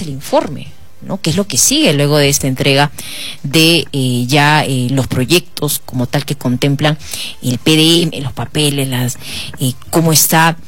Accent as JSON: {"language": "Spanish", "region": "Arequipa", "country": "Peru", "said": "algo que también nos involucra como arequipeños es las decisiones, evidentemente, de Keiko Fujimori."}